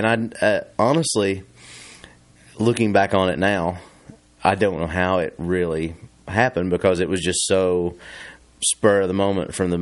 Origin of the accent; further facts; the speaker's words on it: Tennessee, United States; just being where I'm from out in East Tennessee.